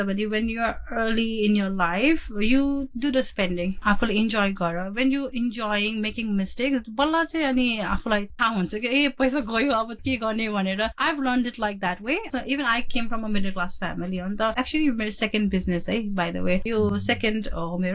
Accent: Darjeeling, West Bengal, India; now in Hong Kong; Darjeeling ma hurkera chai

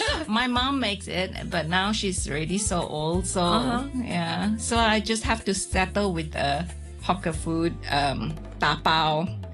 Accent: Penang, Malaysia; Yes, I'm from Penang. So it's up on the north side, mm-hmm, mm-hmm. just about 3 hours away from KL if you drive.

